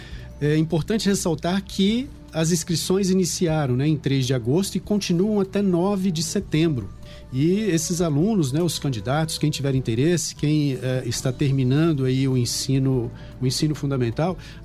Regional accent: Venda Nova do Imigrante, Espírito Santo, Brazil; moved away as an adult; also born or lived in Viçosa / São Paulo / Vitória; eu sou daqui da região também, né, estudei aqui no Fioravante há muito tempo. Sou daqui, para quem não conhece, sou daqui de Bela Aurora, né, minha família é fiorese. Saí daqui em 89 para fazer graduação em matemática em Viçosa

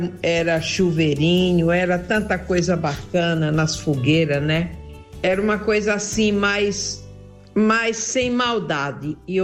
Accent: Paraíba, Brazil; Sou paraibana, então eu acho, na minha opinião, que a festa junina hoje é muito diferente daquela época.

